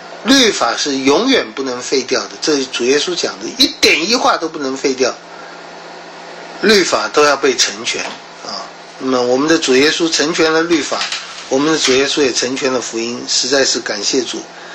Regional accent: China

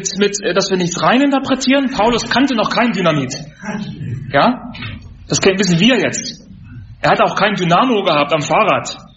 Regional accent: Germany; also ich bin in der DDR aufgewachsen und 1989 war ich 11 Jahre alt, wo die Wende war, wo die Mauer fiel.

